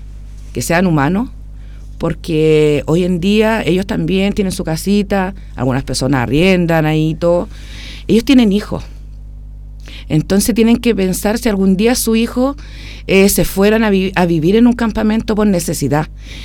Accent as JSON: {"language": "Spanish", "town": "Talcahuano", "region": "Biobío", "country": "Chile", "said": "Somos siempre de Talcahuano, tenemos nuestros trabajos en Talcahuano"}